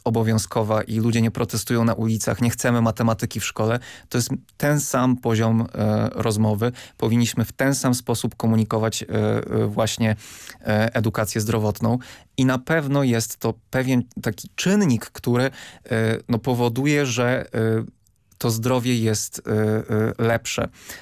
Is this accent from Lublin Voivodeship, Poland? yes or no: yes; Lublin Voivodeship, Poland; moved away; Ja pochodzę z niedużego miasta na Lubelszczyźnie